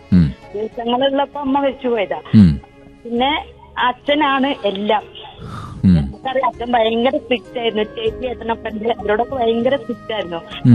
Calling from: Kerala, India; Karinganad.

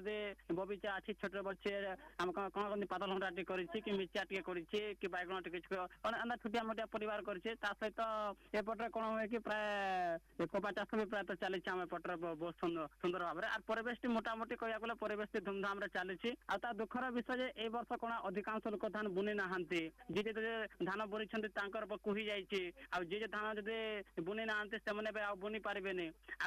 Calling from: Odisha, India; ମୁଁ ଆପଣଙ୍କର ଅତି ପରିଚିତ ଶ୍ରୋତା … କହୁଛି, ଗ୍ରାମ ତାଲକା ଜିଲ୍ଲା ବଲାଙ୍ଗୀର।

